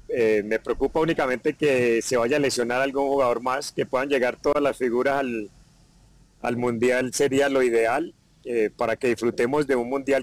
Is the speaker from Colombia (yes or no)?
yes; Colombia